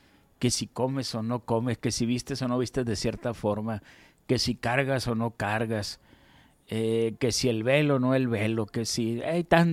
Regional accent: Mexico; pues somos mexicanos y agradecemos a Dios vivir en un país libre.

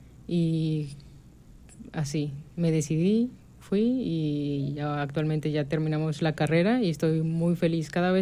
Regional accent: Autlán, Jalisco, Mexico; also born or lived in Mexico City / Ciudad Guzmán; Bueno, yo nací en Ciudad de México, pero tengo familiares que son de este lado de Jalisco. Okay. Y cuando era pequeña nos vinimos para acá, aquí a Outland. Uh-huh. Y toda la escuela la cursé aquí, a excepción de la carrera, que fue ahí en Guzmán.

